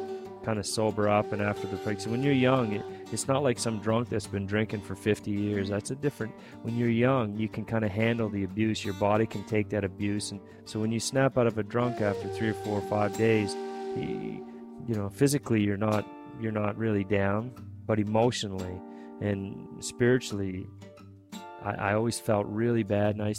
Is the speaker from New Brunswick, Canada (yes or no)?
yes; Fredericton, New Brunswick, Canada; also born or lived in Woodstock, New Brunswick; My father was from this reserve, but they're both Maliseet. I was born in Woodstock, on the Woodstock First Nation, and we moved here when I was just a little baby, so I've pretty much been here my whole life.